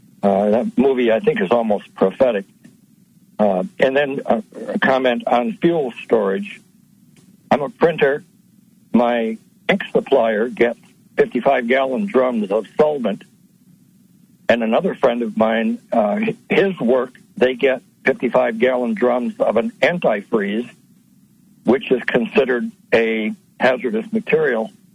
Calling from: Michigan, United States; from Michigan.

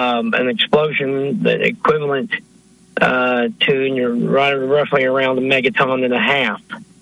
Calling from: Kentucky, United States; in Eastern Kentucky.

